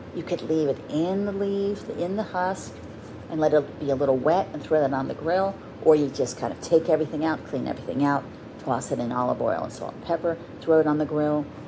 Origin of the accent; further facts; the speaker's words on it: New Jersey, United States; So speaking of summer, you know, I grew up on the Jersey Shore, as you know. Found my little honky-tonk town when I was younger to be okay.